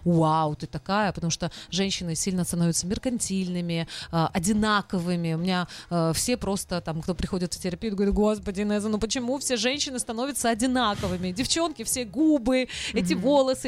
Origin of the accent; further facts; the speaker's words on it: Odesa, Odesa Oblast, Ukraine; now in Israel; я из Украины, да, из Одессы